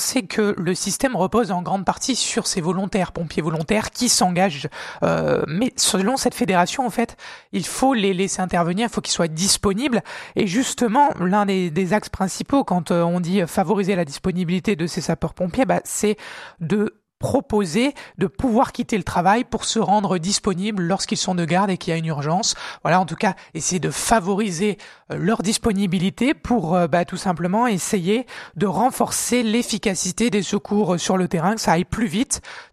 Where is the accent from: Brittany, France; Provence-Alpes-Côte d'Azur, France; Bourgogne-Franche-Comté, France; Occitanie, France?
Provence-Alpes-Côte d'Azur, France; On a pu le constater, hein, ces derniers mois, ces dernières années chez nous en Vaucluse.